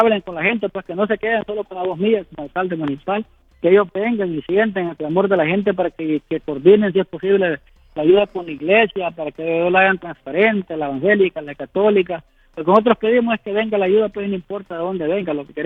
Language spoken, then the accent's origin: Spanish; Honduras; que como municipio pues que somos parte de Honduras, pues, y ya que somos frontera con El Salvador